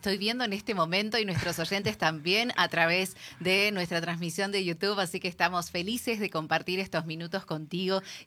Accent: Argentina; nos incluye también a los argentinos

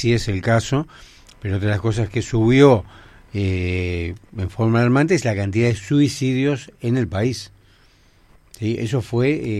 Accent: Argentina

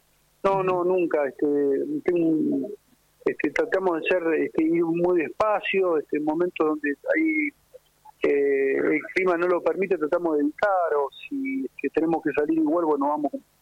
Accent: Bariloche, Río Negro, Argentina; Y somos de Bariloche, lo conocemos eso y claro.

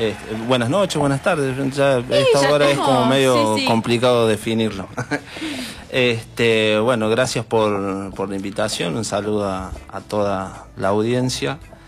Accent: Córdoba, Argentina; moved away as an adult; Soy de Córdoba capital, sí, hace ya 9 años que vivo acá.

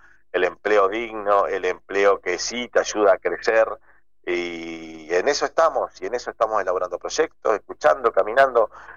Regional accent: Villa Paranacito, Entre Ríos, Argentina; Sí, la verdad es mi lugar en el mundo, mi lugar en el mundo, y no hubo día que no añore la vuelta.

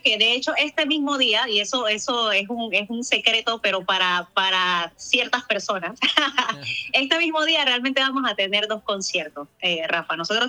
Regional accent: Colón, Panama; en el momento que salimos a representar a Panamá, y no solamente a Panamá, sino a Colón, cuando salimos con nuestra gira de Colón para el mundo.

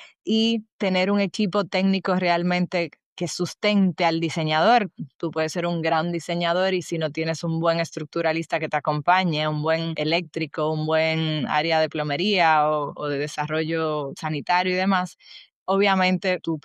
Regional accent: Dominican Republic; tanto en mi país, República Dominicana

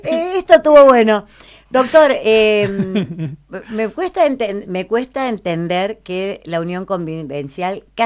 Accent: Juan Llerena, San Luis, Argentina; yo me crié en Juan Llerena.

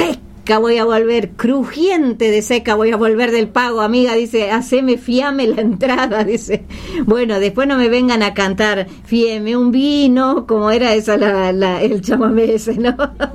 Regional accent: Santiago del Estero, Argentina; quichuista como yo, sacherito como yo

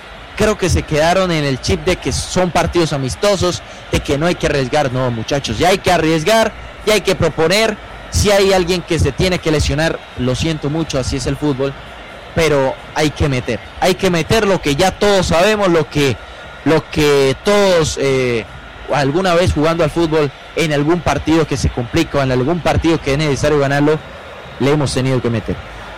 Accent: Colombia; como sudamericano, como colombiano

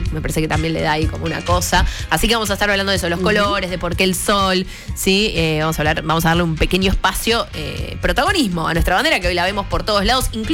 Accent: Argentina; porque soy de Argentina

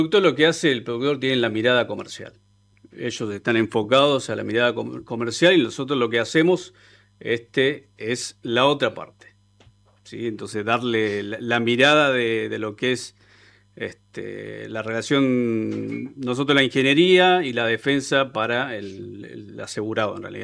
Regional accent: Santiago del Estero, Argentina; Santiagueño, sí, obviamente. Sí

